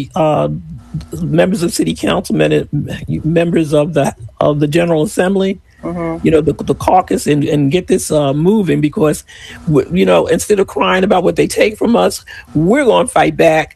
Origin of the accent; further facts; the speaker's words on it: New York City, New York, United States; I'm from Brooklyn.